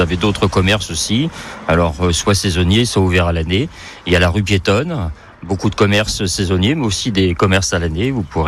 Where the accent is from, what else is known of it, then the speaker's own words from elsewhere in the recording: Saint-Gilles-Croix-de-Vie, Pays de la Loire, France; Ouais, moi je suis né rue du Gavillot, juste à côté d'une usine à sardines, dans les années 60. Et j'ai toujours été bercé et mangé de la sardine, et surtout de la sardine de Saint-Gilles-Croix-de-Vie.